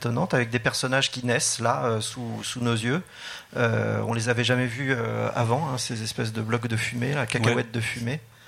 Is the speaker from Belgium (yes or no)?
no; France; chez nous en France.